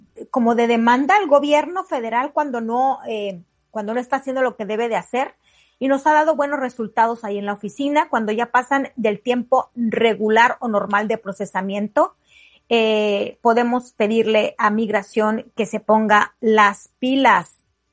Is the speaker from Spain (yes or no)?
no; Mexico; somos muchísimos mexicanos.